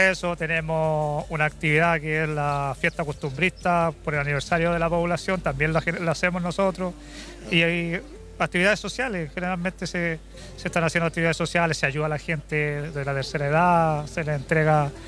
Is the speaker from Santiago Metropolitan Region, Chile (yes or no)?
no; Viña del Mar, Valparaíso, Chile; Venimos de Viña del Mar, de Reñaca Alto.